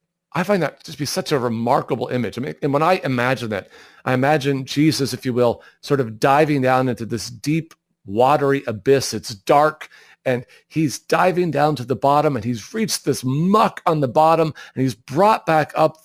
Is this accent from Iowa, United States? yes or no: yes; Iowa, United States; I'm from Iowa.